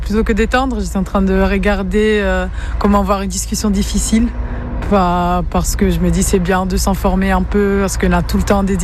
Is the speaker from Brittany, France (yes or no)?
yes; Rennes, Brittany, France; Non, je suis de Rennes, moi.